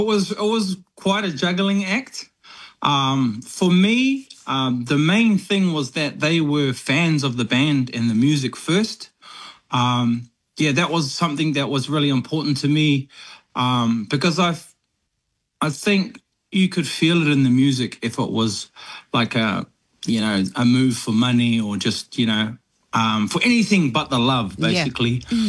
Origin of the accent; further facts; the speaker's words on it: Hamilton, Waikato, New Zealand; And I was born in Kirikiriroa, Hamilton, yeah. Waikato. Born and raised.